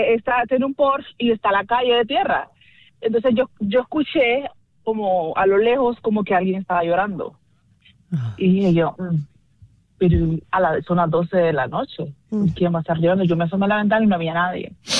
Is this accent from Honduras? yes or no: yes; Honduras; Hola, bueno, yo soy de Honduras.